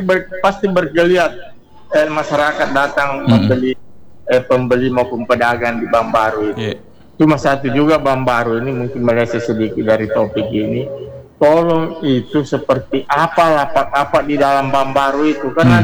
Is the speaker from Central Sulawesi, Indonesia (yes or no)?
yes; Palu, Central Sulawesi, Indonesia; Kita kok hidup di Ujuna sih, itu kita besar di Ujuna.